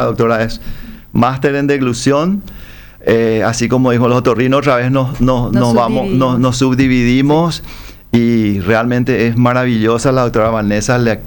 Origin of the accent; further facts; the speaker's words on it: Paraguay; born there; also born or lived in Buenos Aires, Argentina; Nací en Paraguay y soy paraguayo orgulloso